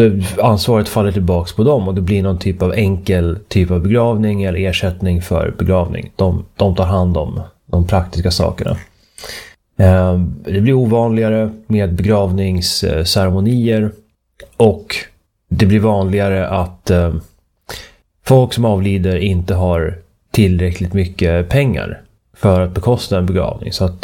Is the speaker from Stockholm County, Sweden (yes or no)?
no; Uppsala, Uppsala County, Sweden; De var också en granne till mig när jag växte upp i Uppsala.